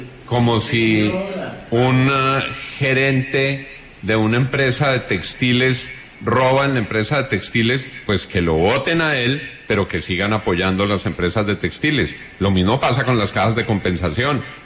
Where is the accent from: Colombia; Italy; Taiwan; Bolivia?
Colombia; Lo que uno como colombiano dice es, el que obre mal, que la justicia opere.